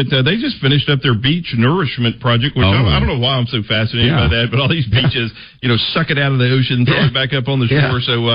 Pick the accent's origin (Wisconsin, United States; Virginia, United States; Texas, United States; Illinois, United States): Texas, United States; I mean, as a Texan